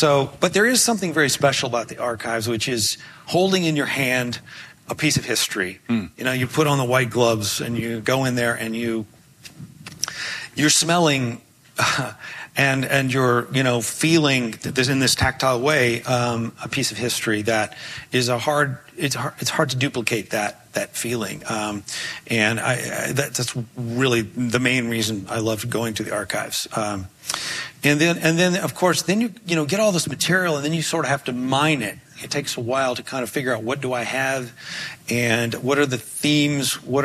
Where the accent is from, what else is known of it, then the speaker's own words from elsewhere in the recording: Memphis, Tennessee, United States; moved away; my time growing up in Memphis